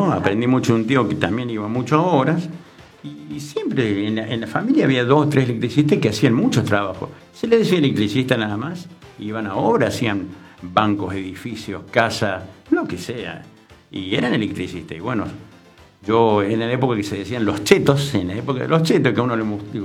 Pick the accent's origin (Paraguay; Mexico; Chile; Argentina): Argentina; Córdoba; moved away as an adult; also born or lived in Buenos Aires; me siento mucho más cómodo acá, con mi gente y con mi provincia.